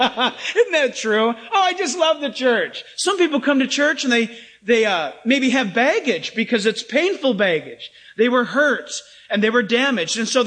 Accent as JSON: {"language": "English", "town": "San Diego", "region": "California", "country": "United States", "tie": "born or raised there", "also_born_or_lived": "Orange County", "said": "Some of you in here are old enough to remember, like I do, growing up in San Diego and then in Orange County"}